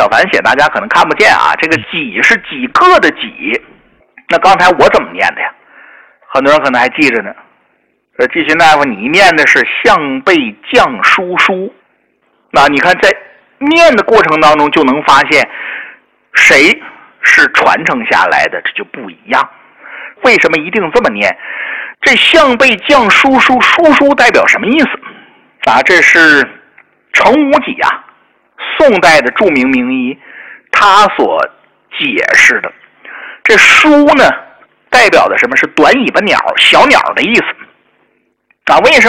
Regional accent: China; 对于我们中国人来讲，太阳能晒到的部位是从头到脖子到后背

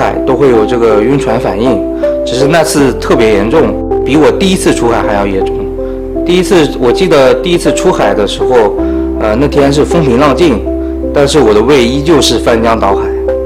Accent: Shanxi, China; moved away; 我是山西人，我家乡都是那种连绵不绝的群山。

